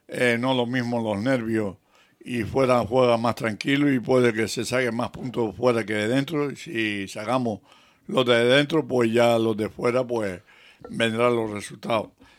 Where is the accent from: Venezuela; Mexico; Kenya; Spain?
Spain; Canary Islands; la verdad que yo ahora mismo, como Gran Canario, yo le daría una oportunidad al Teronense